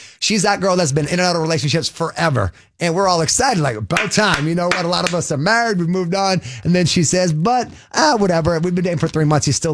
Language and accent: English; East Coast, United States; moved away; We grew up together back in the East Coast.